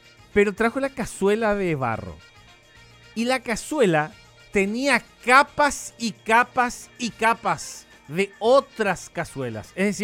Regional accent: Paraguay

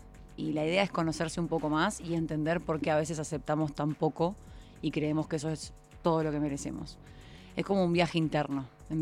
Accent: Uruguay; now in Mexico; soy uruguaya.

